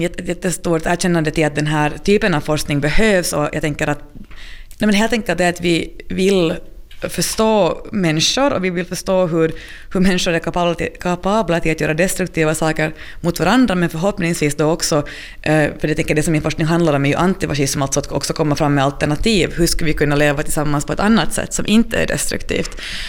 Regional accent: Finland

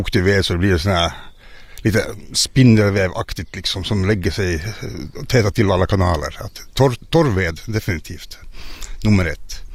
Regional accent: Finland; som finnar

